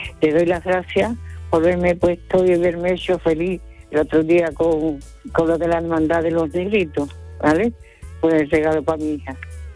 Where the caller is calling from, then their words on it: Seville, Andalusia, Spain; del Tiro de Línea, de la barriada de Tiro de Línea, y de Sevilla.